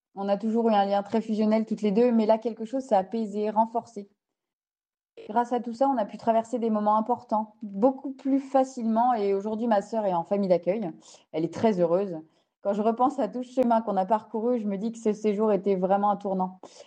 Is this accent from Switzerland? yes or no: no; Bourgogne-Franche-Comté, France; on vient de Bourgogne. Donc, c'est à 8 heures de route de Charente.